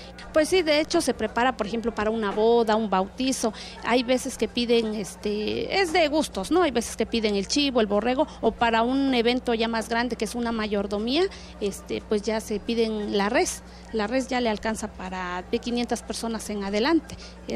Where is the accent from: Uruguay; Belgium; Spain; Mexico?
Mexico; Villa de Etla, Oaxaca; Soy originaria de Santo Domingo, Barrio Bajo, perteneciente a la villa de Etla.